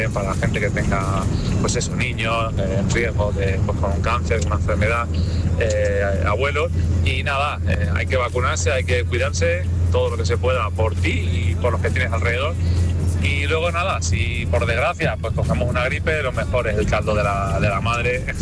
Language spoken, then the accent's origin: Spanish; Ciudad Real, Castilla-La Mancha, Spain; Yo estoy con mi hijo también yendo mucho a La Paz, soy de Ciudad Real, aunque estamos allí derivados por otro problemilla.